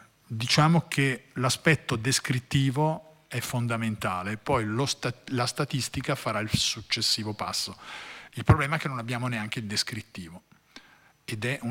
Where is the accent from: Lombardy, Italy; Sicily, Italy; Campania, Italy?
Lombardy, Italy; Sempre da dove vengo io si diceva che lì i tumori rispetto al resto dell'Italia erano numerosissimi.